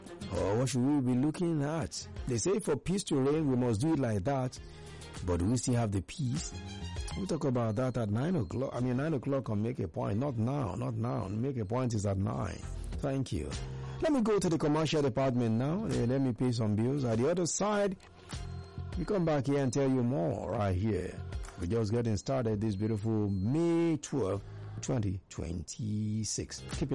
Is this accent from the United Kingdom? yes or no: no; Nigeria; As a Nigerian, I can relate to this one for sure.